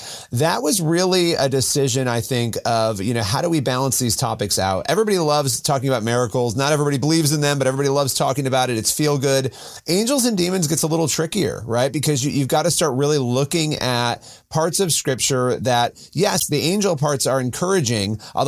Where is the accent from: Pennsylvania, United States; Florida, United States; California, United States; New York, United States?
New York, United States; Rochester; so I live quote unquote upstate right now, but I actually grew up in Rochester where you went to school. I grew up just outside of Rochester.